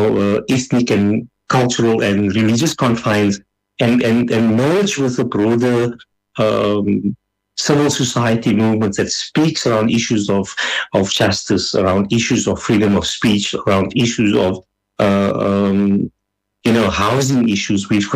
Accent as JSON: {"language": "English", "country": "South Africa", "said": "But we as a South African culture, we are still having these commissions."}